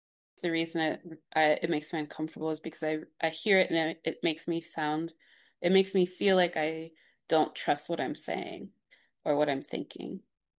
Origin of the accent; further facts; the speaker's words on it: Cincinnati, Ohio, United States; accent: southern, like from North Carolina; now in Chicago, United States; I live in McKinley Park, Chicago. I grew up in Cincinnati, Ohio.